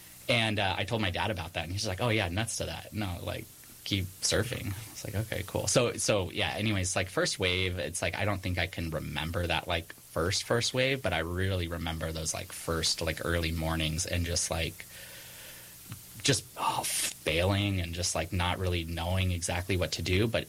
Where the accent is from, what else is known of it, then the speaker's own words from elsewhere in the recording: San Diego, California, United States; now in Santa Barbara, United States; because I'm originally from San Diego.